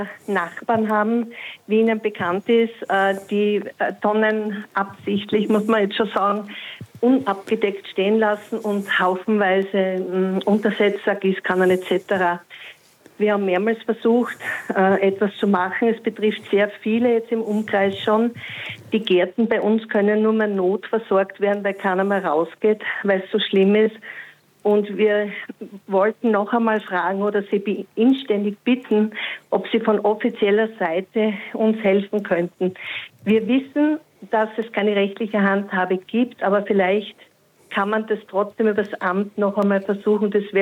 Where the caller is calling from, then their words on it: Graz, Styria, Austria; Ich bin auch aus Graz